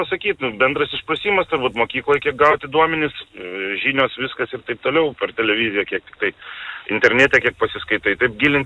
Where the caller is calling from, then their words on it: Vilnius, Vilnius County, Lithuania; iš Vilniaus.